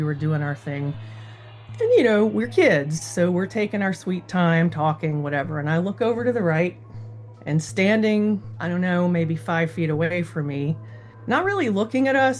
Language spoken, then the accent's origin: English; Meridian, Mississippi, United States; I grew up in Meridian, Mississippi